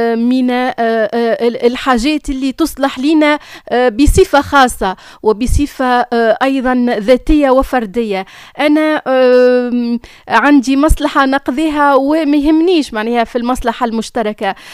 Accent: Tunisia; بلادنا تونس العزيزة علينا

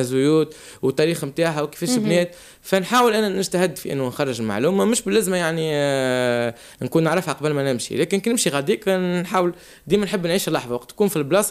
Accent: Tunisia; احنا التوانسة

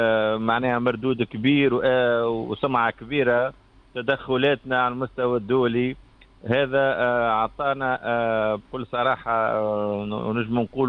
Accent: Tunisia; احنا اليوم نفتخر بوطننا، نفتخر بالإيجابيات الموجودة في تونس

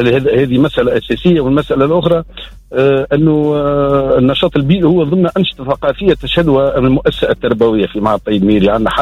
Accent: Tunisia; احنا زاد عندنا في تونس وفي صفاقس

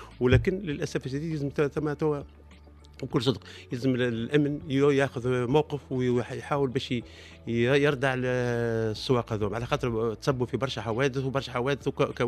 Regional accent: Gafsa Governorate, Tunisia; احنا في قفصة

